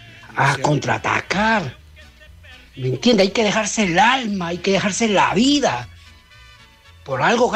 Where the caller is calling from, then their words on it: Ecuador; Como ecuatoriano.